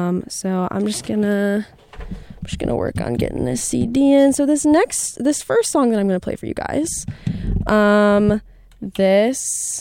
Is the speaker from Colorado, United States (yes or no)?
yes; Durango, Colorado, United States; my hometown Durango, because it's such a beautiful place and it's very relaxing and just wonderful